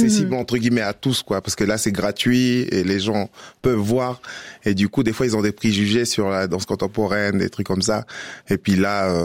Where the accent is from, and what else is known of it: New Caledonia